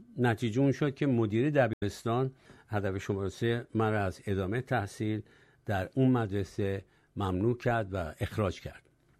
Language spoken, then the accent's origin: Persian; Tehran, Tehran Province, Iran; born there; در یک خانواده طبقه متوسط در تهران متولد شدم.